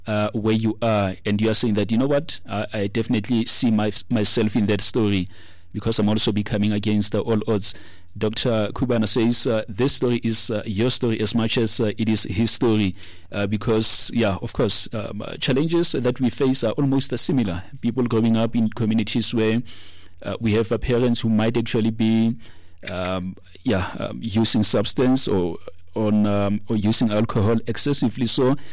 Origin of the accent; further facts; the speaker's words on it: North West Province, North West, South Africa; I mean, I'm from the Northwest Province myself. I grew up in a rural area.